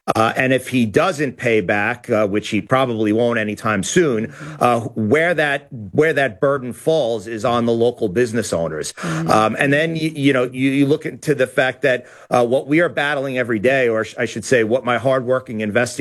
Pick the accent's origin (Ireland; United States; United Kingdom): United States; New York; My home state, the state of New York